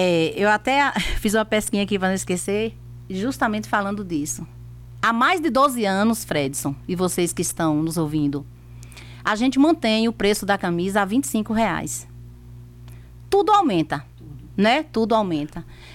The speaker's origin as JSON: {"language": "Portuguese", "country": "Brazil", "said": "Eu sou brasileira, também sou brasileira"}